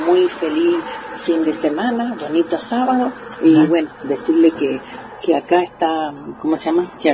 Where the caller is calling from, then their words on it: Salto de las Rosas, Mendoza, Argentina; de Salto La Rosa.